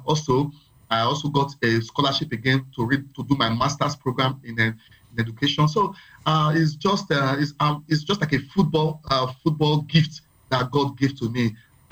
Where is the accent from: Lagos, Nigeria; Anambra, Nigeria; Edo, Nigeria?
Edo, Nigeria; I'm from the Edo South, precisely from Oredo local government in Edo State. That is the Benin-speaking tribe in Edo State.